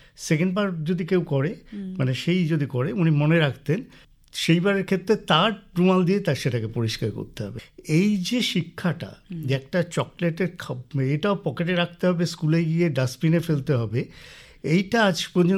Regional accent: Tribeni, West Bengal, India; আমার জন্ম হচ্ছে 1956-এ ফেব্রুয়ারি মাসে ত্রিবেণী টিস্যুতে, যেটা হচ্ছে ত্রিবেণী শহর থেকে 2 কিলোমিটার দূরে ত্রিবেণী টিস্যু পেপার মিলে, সেখানে কোয়ার্টারে আমার জন্ম।

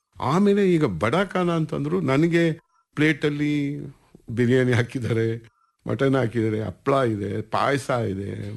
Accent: Bengaluru, Karnataka, India; ಎಲ್ಲಿಯವನು ನೀನು ಅಂದ, ಸರ್ ನಾನು ಬೆಂಗಳೂರು ಕರ್ನಾಟಕ ಸರ್.

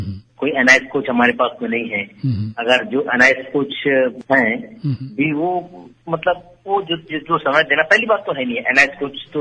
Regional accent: Bhilai, Chhattisgarh, India; चूंकि हम भिलाई शहर में पले बड़े हैं

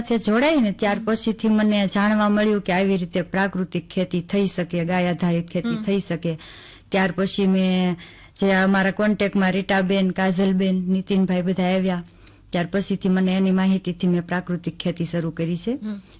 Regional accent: Halenda, Gujarat, India; moved away as an adult; now in Lilapur, India; આપણે રાજકોટ તાલુકાનું હલેન્ડા ગામ.

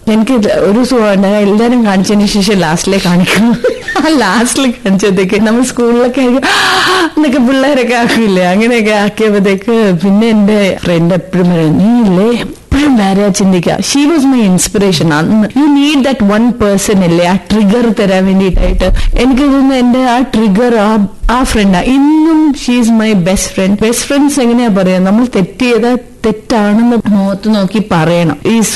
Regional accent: Firozpur, Punjab, India; born there

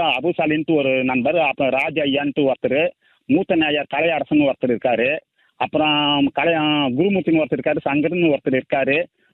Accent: Ilamangalam, Tamil Nadu, India; இளமங்கலம் கிராமம்.

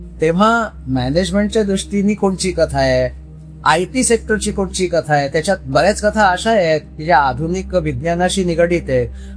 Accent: Varanasi, Uttar Pradesh, India; now in Lucknow, India; मी मूळचा काशीचा राहणारा, पण 1996 मध्ये मी लखनौला आलो

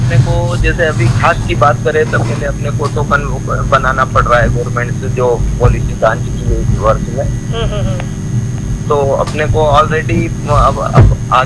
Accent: Jodhpur, Madhya Pradesh, India; मैं ग्राम जोधपुर तहसील Manawar district धारता MP का निवासी हूँ।

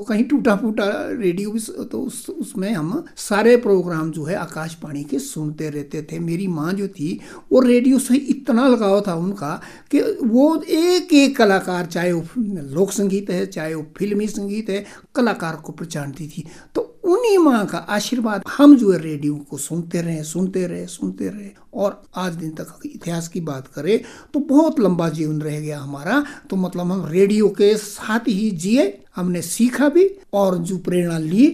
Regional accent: Himachal Pradesh, India; मैं तहसील सुन्नी से, घेणी नाम जगह है वो, उस पंचायत का मैं संबंध रखता हूँ। गाँव की जो नाम है वो हलोट है, और मेरे गांव में जो बेसिकली जो है एक कृषि का हब है, मतलब कृषक लोग वहां पर अधिकतर रहते हैं और कृषि करते हैं, बहुत ही अच्छी उन्नत कृषि करते हैं।

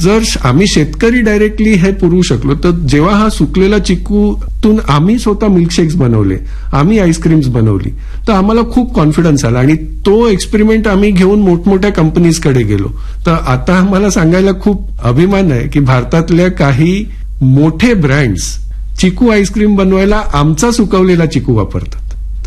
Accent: Bordi, Maharashtra, India; आमचं गाव समुद्र किनारी आहे आणि एक वीकेंड डेस्टिनेशन आहे तर खूप टुरिस्ट येतात. बोर्डी डहाणू हा जो परिसर आहे

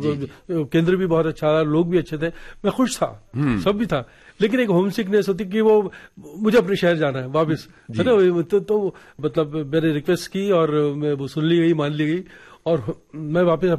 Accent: Jaipur, Rajasthan, India; जयपुर मेरे लिए पूरा खुला मंच था

